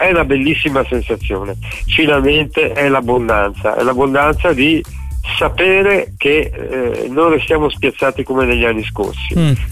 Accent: Florence, Tuscany, Italy; moved away; da fiorentino in eterna trasferta

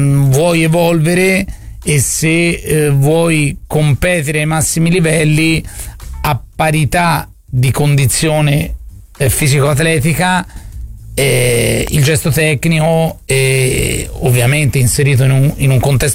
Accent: Florence, Tuscany, Italy; per noi la città più importante al mondo, oltretutto perché siamo fiorentini

